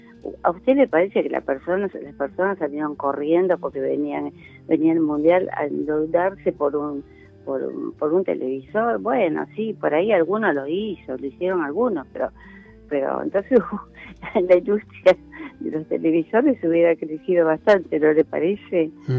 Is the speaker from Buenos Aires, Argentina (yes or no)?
yes; Buenos Aires, Argentina; Acá de Capital, sí.